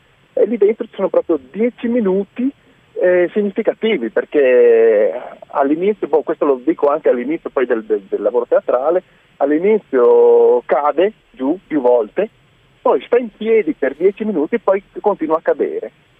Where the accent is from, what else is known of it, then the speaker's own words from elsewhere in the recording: Rauscedo, Friuli-Venezia Giulia, Italy; Io sono originario di Rauscedo.